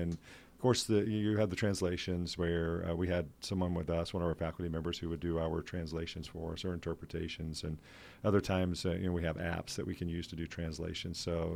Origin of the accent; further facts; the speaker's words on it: Georgia, United States; I'm from Georgia.